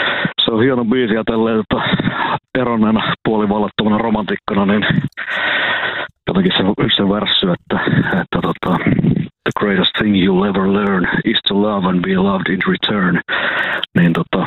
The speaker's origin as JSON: {"language": "Finnish", "town": "Kuopio", "region": "North Savo", "country": "Finland"}